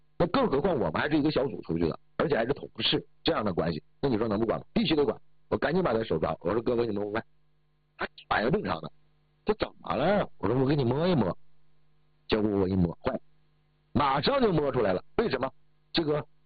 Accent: Northeast China, China; 我是东北的呀

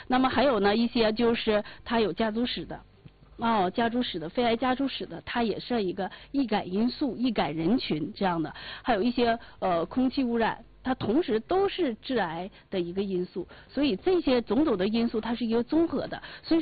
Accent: Northeast China, China

